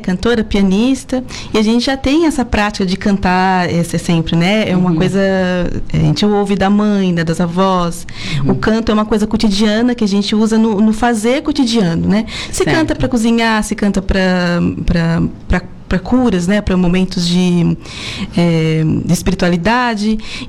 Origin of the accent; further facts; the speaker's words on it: Brazil; Eu falo parcialmente guarani, porque eu já fui criada no Brasil e falo guarani só em casa com a minha mãe, né?